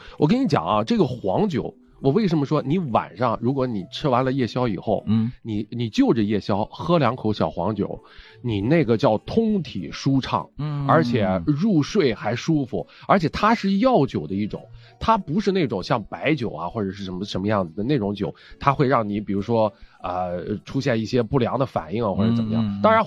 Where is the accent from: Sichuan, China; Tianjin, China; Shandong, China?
Shandong, China; Qingdao; 就是我的家乡，我的原产地，就是我是出生在青岛市的即墨区。